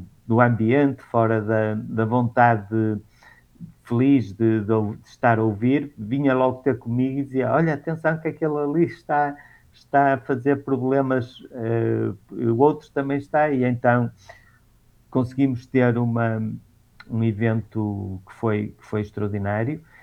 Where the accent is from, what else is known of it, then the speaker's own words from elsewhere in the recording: Portugal; Nós não poderíamos, como bons portugueses e bons irmãos que somos